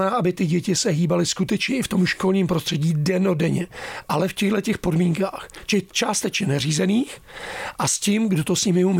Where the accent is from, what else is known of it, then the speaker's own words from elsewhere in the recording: Příbram, Central Bohemian Region, Czechia; já jsem Příbramák, jsem z Brd, takže já jsem odkryl. Tam je o 5 stupňů neustále méně než Praze.